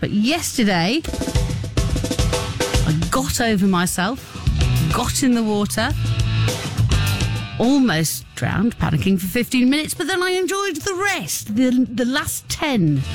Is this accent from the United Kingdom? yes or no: yes; South West England, United Kingdom; moved away as an adult; now in Cyprus; I've been here for 2 years, right? I'm from Cornwall. I know the sea. I've operated with the sea on a regular basis growing up.